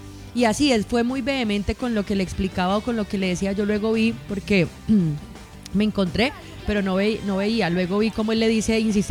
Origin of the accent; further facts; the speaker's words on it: Colombia; yo creo que a nosotros como colombianos nos abunda